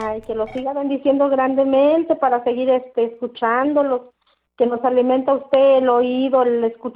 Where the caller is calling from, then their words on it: Huehuetoca, State of Mexico, Mexico; de acá de Huehuetoca.